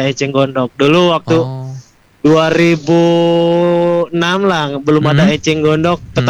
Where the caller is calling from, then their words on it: Ciranjang, West Java, Indonesia; Enggak, Cianjur Ciranjang.